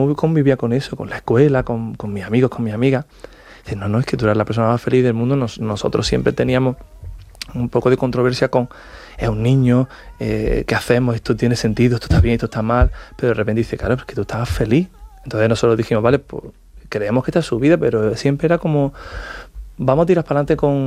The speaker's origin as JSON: {"language": "Spanish", "town": "Roquetas de Mar", "region": "Andalusia", "country": "Spain", "said": "Yo soy de un pueblo de Almería, yo soy de Roquetas de Mar, un pueblo que en ese momento yo no tenía ni referente de danza, ni referentes queer, ni referentes casi que de ningún tipo."}